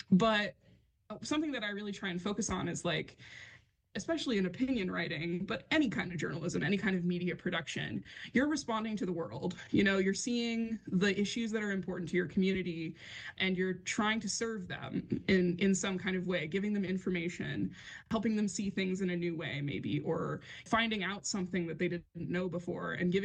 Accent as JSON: {"language": "English", "region": "Indiana", "country": "United States", "tie": "born or raised there", "said": "I grew up in Indiana"}